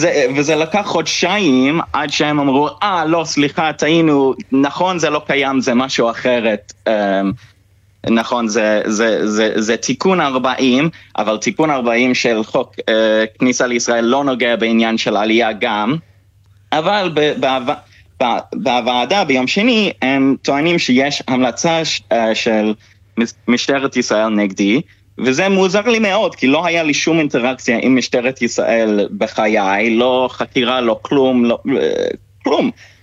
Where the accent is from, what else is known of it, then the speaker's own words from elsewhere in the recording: London, United Kingdom; Hebrew is a second language; moved away as an adult; אז חזרתי ללונדון